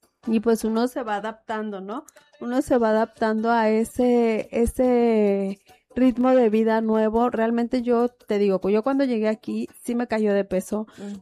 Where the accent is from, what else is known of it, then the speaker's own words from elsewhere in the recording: Mexico City, Mexico; moved away as an adult; now in Manzanillo, Mexico; Soy del DF.